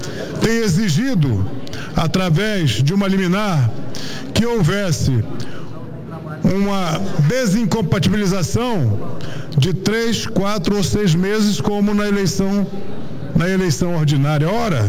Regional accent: Roraima, Brazil; nós somos de Roraima

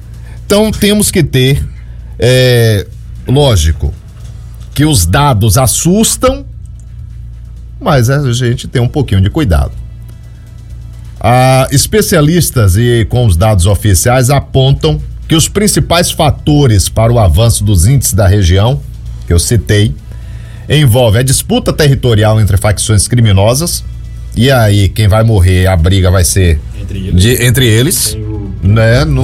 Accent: Feira de Santana, Bahia, Brazil; moved away; also born or lived in Jequié; minha cidade, Natal, Feira de Santana

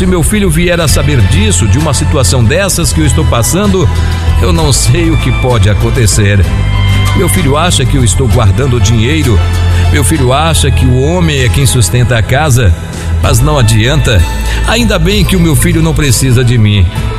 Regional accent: Recife, Pernambuco, Brazil; 74 anos de idade. Eu sou de Recife, capital pernambucana.

